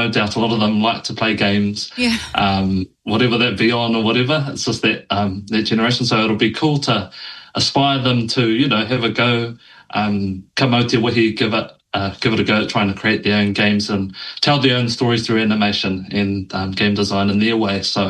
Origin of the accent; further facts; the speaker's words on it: Tauranga, Bay of Plenty, New Zealand; moved away as an adult; also born or lived in Auckland; I'm a junior Māori indie game developer. I'm from Tauranga, but I lived in Auckland studying game design, and I've actually graduated last year.